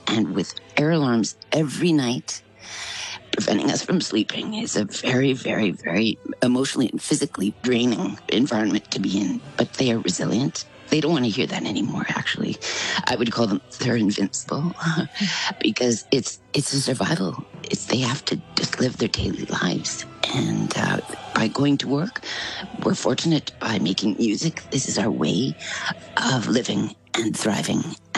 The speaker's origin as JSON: {"language": "English", "country": "Canada", "tie": "born or raised there"}